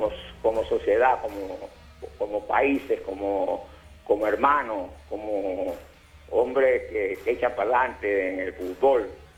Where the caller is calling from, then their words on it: Argentina; yo soy argentino. Soy argentino